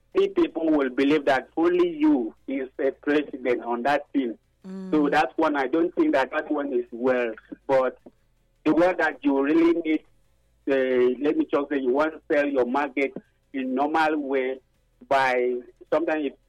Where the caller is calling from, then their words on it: Akwa Ibom, Nigeria; I'm from Akwaibom State. So I'm here in State.